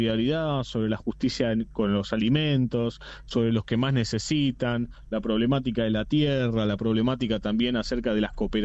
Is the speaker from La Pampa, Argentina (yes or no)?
no; Buenos Aires, Argentina; No, yo soy de Buenos Aires.